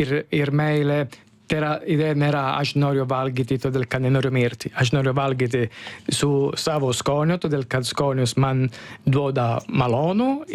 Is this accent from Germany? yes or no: no; Italy; Lithuanian is a second language; now in Lithuania